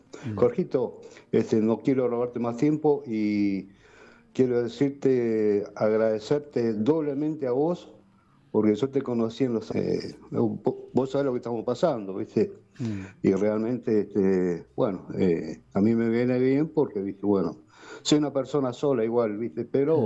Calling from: Berazategui, Buenos Aires Province, Argentina; Soy de Berazategui, Jorge.

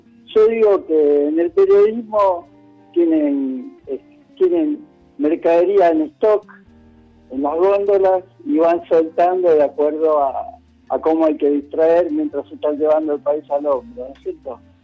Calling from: Mar del Plata, Buenos Aires Province, Argentina; de Mar del Plata, otro más de Mar del Plata.

